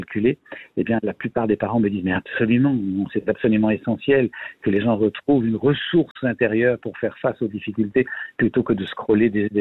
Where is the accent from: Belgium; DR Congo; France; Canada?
Belgium; j'ai 68 ans en Belgique, je suis belge, la retraite est à 65.